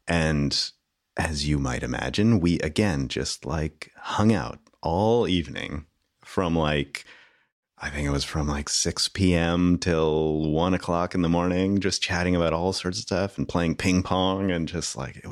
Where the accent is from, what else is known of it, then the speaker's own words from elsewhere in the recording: Canada; As a Canadian, you know, you got to do the right thing.